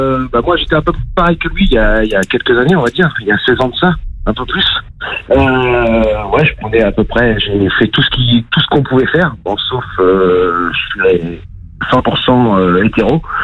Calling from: Vernon, Normandy, France; Mais c'est pas du 59. Je vais corriger. C'est de Normandie.

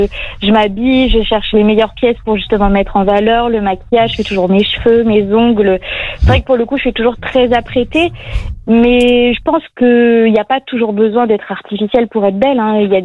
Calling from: Lille, Hauts-de-France, France; C'est ça, je suis à Lille.

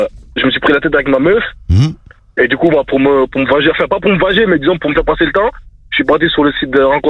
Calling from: Viry-Châtillon, Île-de-France, France; Moi, je suis à Viry

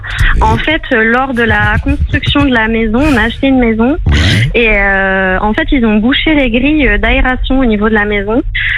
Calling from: Beuville, Normandy, France; J'habite à Beuville.

